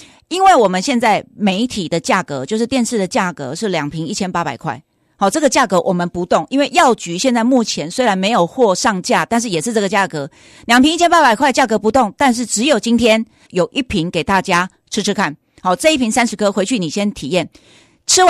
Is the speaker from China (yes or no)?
no; Taiwan; 也是因为我们台湾人吃钙质吃得很努力